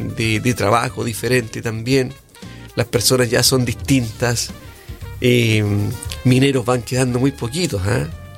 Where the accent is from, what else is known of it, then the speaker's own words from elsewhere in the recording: Coronel, Biobío, Chile; Así que para quienes somos de Coronel o también de Lota, que es también una comuna minera, ¿verdad?